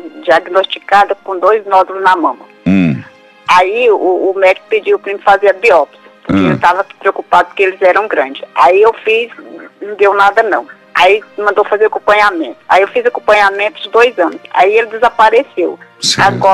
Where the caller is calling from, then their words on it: Jaupassi, Goiás, Brazil; Eu falo do interior de Goiás.